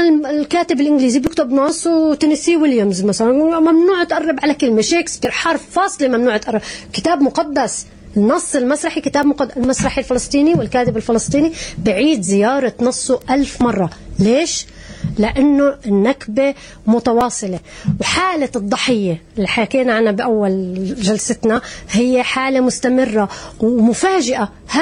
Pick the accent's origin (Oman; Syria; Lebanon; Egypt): Syria; أنا كلاجئة فلسطينية سورية